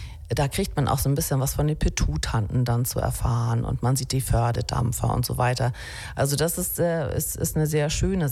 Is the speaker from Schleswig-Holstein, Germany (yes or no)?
yes; Flensburg, Schleswig-Holstein, Germany; now in Oeversee, Germany; ich komme hier aus dem Grenzland und bin in Flensburg aufgewachsen und wohne jetzt etwas südlich von Flensburg in Übersee.